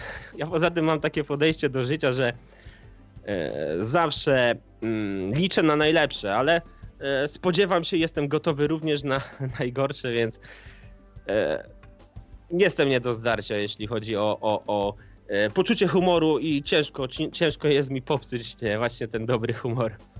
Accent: Kalisz, Greater Poland Voivodeship, Poland; Jestem kaliszaninem, Polakiem, człowiekiem

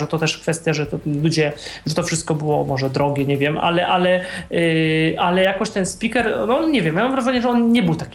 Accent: Poznań, Greater Poland Voivodeship, Poland; no jestem z Poznania

